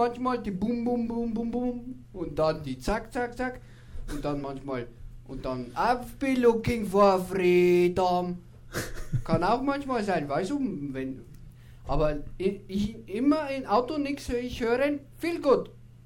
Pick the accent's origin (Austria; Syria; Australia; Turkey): Turkey; German is a second language; now in Ismaning, Germany; Komm ich aus Türkei?